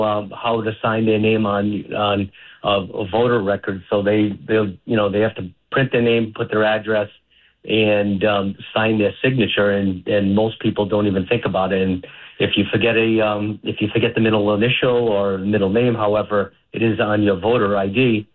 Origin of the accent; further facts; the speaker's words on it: North Providence, Rhode Island, United States; now in Narragansett, United States; I'm from North Providence originally, but I've been down here since 1989